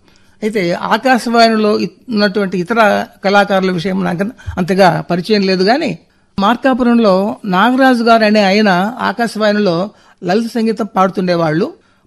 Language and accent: Telugu; Bommalapuram, Andhra Pradesh, India; అదే ప్రసంగం నేను మా స్వగ్రామం బొమ్మలాపురంలో ఉండగా ఒకరోజు రాత్రి సమయంలో ప్రసారమైంది.